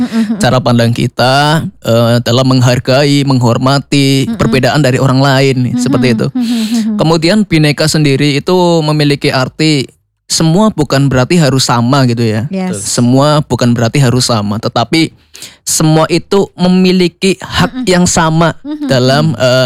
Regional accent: Purwokerto, Central Java, Indonesia; Asli Purwokerto.

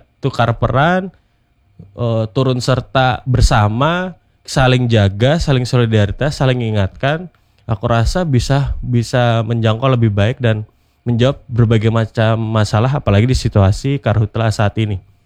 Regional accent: Amuntai, South Kalimantan, Indonesia; born there; Kayak contohnya di tempat kelahiran saya di Amuntai, karhutlah besar-besaran di masa itu menyebabkan Amuntai itu terkungkung asap.

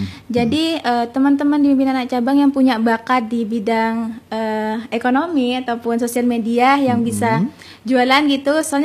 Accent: Indonesia; born there; saya lahir di Kecamatan Kariangat, di mana di kecamatan saya sendiri mas itu banyak anak mudanya yang kurang terhadap bersosialisasi, berorganisasi sendiri.

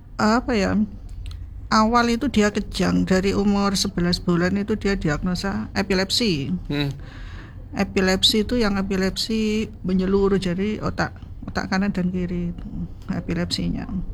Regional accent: Tulungagung, East Java, Indonesia; now in Surabaya, Indonesia; saya kan asli Tulungagung.

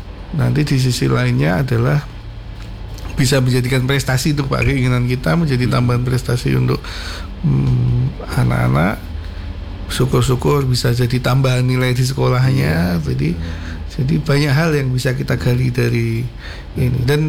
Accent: Java, Indonesia; kita itu orang Jawa

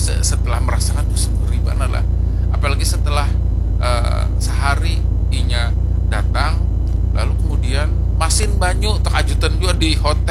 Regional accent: Kalimantan, Indonesia; kita warga Kalimantan

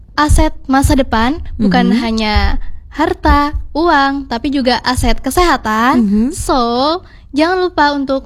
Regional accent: Lampung, Indonesia; Kalau aku, karena aku dari Sumatera, dari Lampung, aku ikannya sukanya ikan patin.

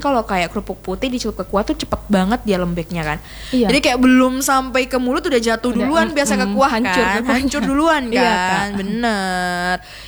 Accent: Makassar, South Sulawesi, Indonesia; Oh, asli mana? Makassar asli.

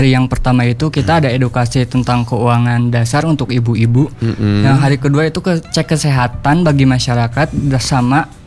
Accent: Sumedang, West Java, Indonesia; now in Bandung, Indonesia; Saya dari Sumedang.

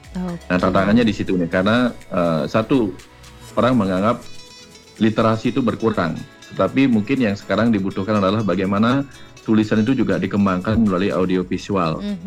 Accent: Bali, Indonesia; kita orang Bali

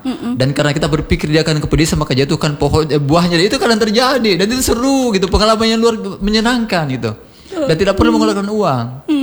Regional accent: South Sulawesi, Indonesia; Itu hal-hal yang substansi dan ayo kita lakukan itu menjadi ciri kolektif sebagai orang Bugis Makassar.

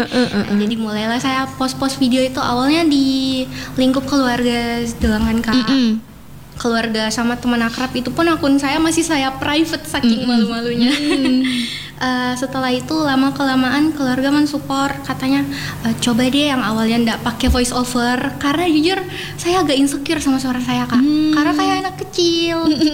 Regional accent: Mamuju, West Sulawesi, Indonesia; accent: logat Mamuju; also born or lived in Toraja, South Sulawesi; Saya besar di sini Mbak, dari SD sudah di Mamuju.

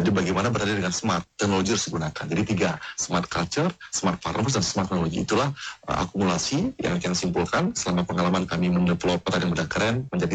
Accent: Bali, Indonesia

